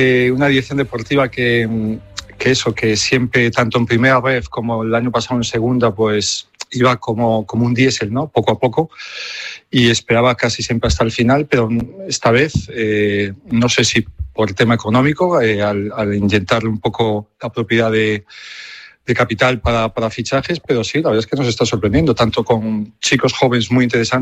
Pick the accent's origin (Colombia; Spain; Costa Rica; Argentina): Spain; Oleiros, Galicia; bueno, que sepas que yo soy de Oleiros, vivo